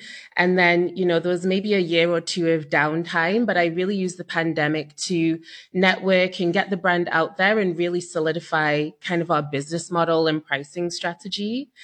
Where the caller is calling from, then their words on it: Toronto, Ontario, Canada; I'm calling from Toronto, Canada.